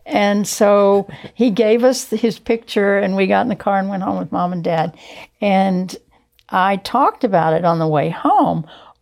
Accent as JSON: {"language": "English", "town": "Pasadena", "region": "Texas", "country": "United States", "tie": "born or raised there", "also_born_or_lived": "South Houston", "said": "And then we moved from South Houston to Pasadena, Texas, and played with another neighbor friend named Linda, and I brought her to camp with me, probably when I was about 10 years old or so."}